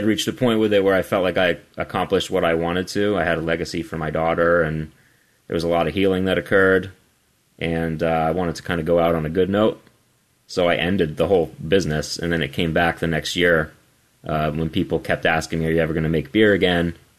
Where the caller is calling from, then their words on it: Beverly, Massachusetts, United States; I'm calling from Beverly, Massachusetts